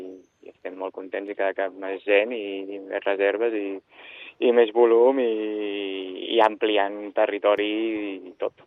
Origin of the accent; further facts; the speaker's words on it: Sitges, Catalonia, Spain; molt content d'aquesta proposta que marxant del meu poble de Sitges i anant a Ribes.